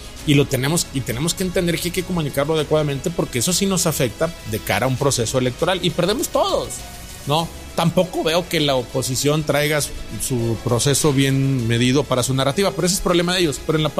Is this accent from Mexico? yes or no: yes; Nuevo León, Mexico; así somos la gente de Nuevo León.